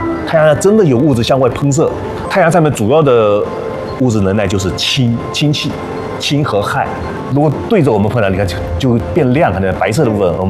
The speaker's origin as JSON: {"language": "Chinese", "country": "China", "said": "我们中国人还特别厉害，"}